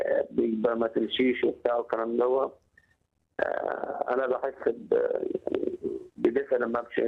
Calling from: Egypt

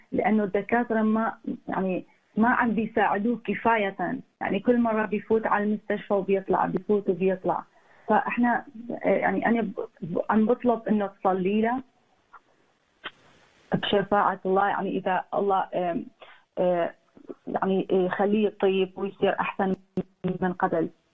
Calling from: Canada; أنا عم بتصل من كندا.

